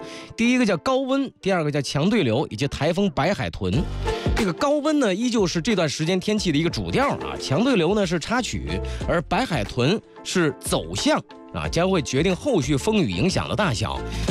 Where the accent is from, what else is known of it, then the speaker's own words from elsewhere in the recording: Dalian, Liaoning, China; now in Hangzhou, China; 我们家乡的朋友啊，大连的朋友啊